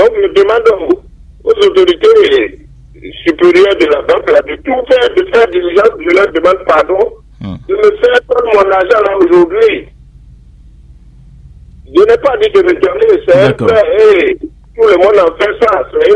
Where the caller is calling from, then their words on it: Parakou, Borgou, Benin; j'appelle de Parapou, de Parou.